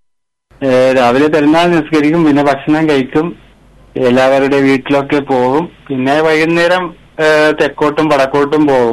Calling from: Kalpeni, Lakshadweep, India; ഞാൻ കൽപ്പേനിയിൽ നിന്നാണ് വിളിക്കുന്നത്.

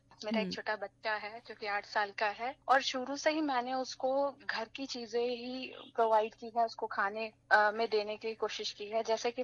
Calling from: Varanasi, Uttar Pradesh, India; मैं तो वाराणसी से हूँ।

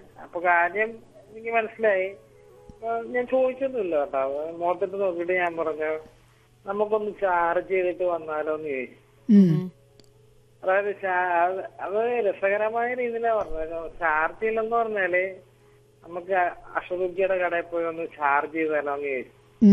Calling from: Kalavoor, Kerala, India; ഞാൻ ഇവിടെ മറ്റേ കലവൂരിലെ.

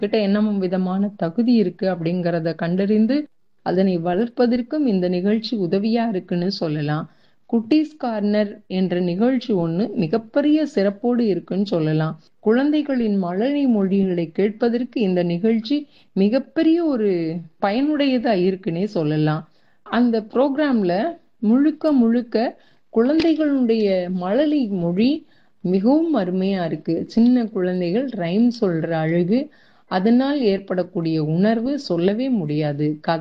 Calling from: Thoothukudi, Tamil Nadu, India; தூத்துக்குடியிலிருந்து

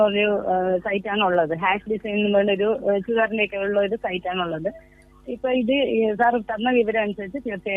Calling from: Aryanad, Kerala, India; ഞാൻ തിരുവനന്തപുരം ആര്യനാടിൽ നിന്നാണ് വിളിക്കുന്നത്.

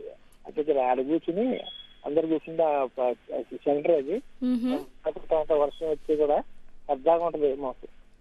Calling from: Andhra Pradesh, India; మాది చీరాల దగ్గర కొత్త పందిళ్ళ పెళ్లి మేడం, చిన్న ఊరు అది.

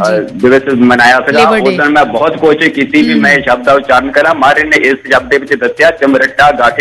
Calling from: Aujla, Punjab, India; ਇਹ ਪਿੰਡ ਜਿਹੜਾ ਸਾਡਾ ਹੈਗਾ ਔਜਲਾ ਪਿੰਡ ਬਲਗੇ ਦੇ ਲਾਗੇ ਆ, ਜਿੱਥੇ ਇਤਿਹਾਸੀ ਬਲਗਾ ਪਿੰਡ ਆ

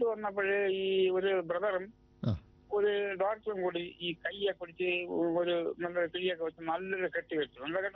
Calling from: Karnataka, India; ഞാൻ കർണാടകയിൽ നിന്നാണ്.

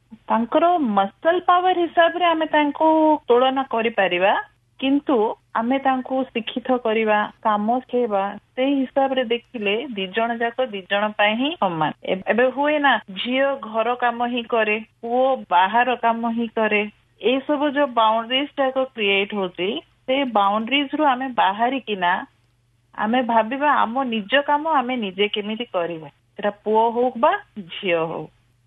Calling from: Jeypore, Odisha, India; କହୁଛି, ଜୟପୁରରୁ, ପିଆର ପେଟା, ଗୌତମ ନଗରରୁ।

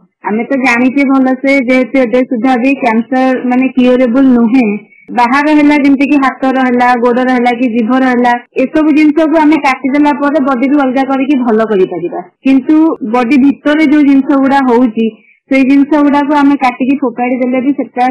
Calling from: Jajpur, Odisha, India; ଯାଜପୁରରୁ କହୁଛି।

